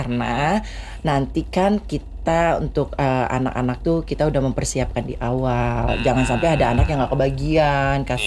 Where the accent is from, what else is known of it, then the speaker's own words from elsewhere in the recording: West Java, Indonesia; kita orang Sunda ya, Jawa Barat